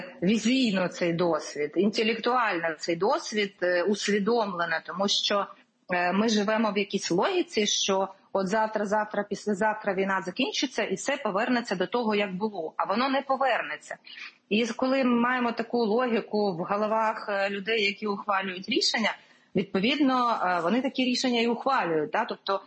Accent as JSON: {"language": "Ukrainian", "region": "Kyiv", "country": "Ukraine", "said": "як киянка, як українка"}